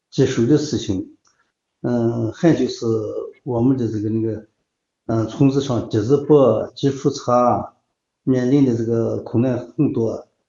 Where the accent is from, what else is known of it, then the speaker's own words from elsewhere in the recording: China; 我是土生土长的腰丹子人，生在这里，长在这个地方